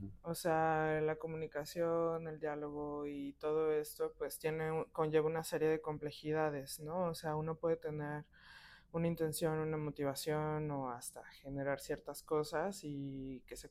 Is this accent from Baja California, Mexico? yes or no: yes; Tijuana, Baja California, Mexico; yo conozco Tijuana, porque pues yo soy de Tijuana